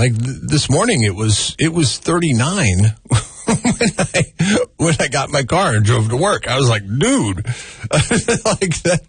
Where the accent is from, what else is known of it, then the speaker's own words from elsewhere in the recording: Seattle, Washington, United States; now in San Luis Obispo County, United States; I grew up in Seattle. It gets colder overnight here than it does in Seattle by far.